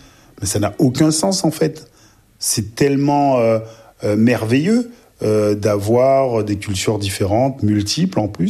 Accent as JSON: {"language": "French", "town": "Fontainebleau", "region": "Île-de-France", "country": "France", "tie": "born there"}